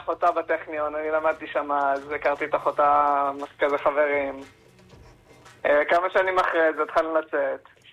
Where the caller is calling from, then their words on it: Haifa, Haifa District, Israel; לא, אני מחיפה.